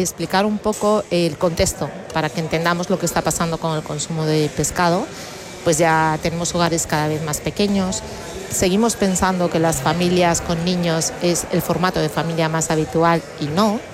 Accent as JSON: {"language": "Spanish", "region": "Galicia", "country": "Spain", "said": "yo que soy gallega"}